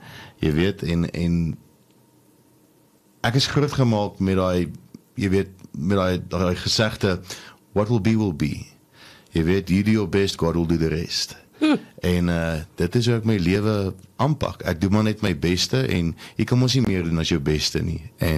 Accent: Alberton, Gauteng, South Africa; So, ek is gebore, ek kom eintlik oorspronklik van Alberton af, daar skool gegaan op Hoërskool Alberton en vandaar het ek drama en film gaan studeer by TUT.

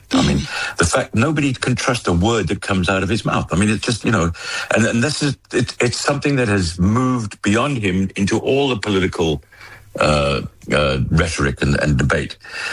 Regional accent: South Africa; moved away as an adult; now in Europe; I would return home, obviously, because I'm South African and I've always been South African.

